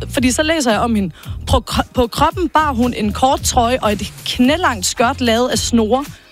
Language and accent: Danish; Region of Southern Denmark, Denmark; jeg er jo tæt ved ægtet, altså i mit barndomshjem.